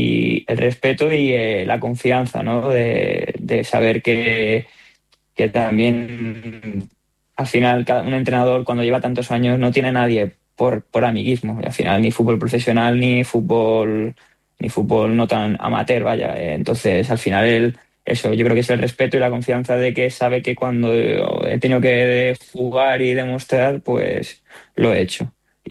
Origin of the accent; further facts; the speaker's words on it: Terrassa, Catalonia, Spain; Soy de Tarrasa y ahí hay La Mola, que es una montaña muy grande